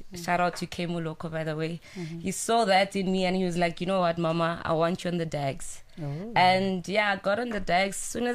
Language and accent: English; Pretoria, Gauteng, South Africa; I grew up in Mums, right? And in Mamelodi